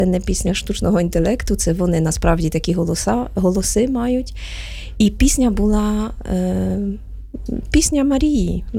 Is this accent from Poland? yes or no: yes; Poland; now in Ukraine; щоб ми, поляки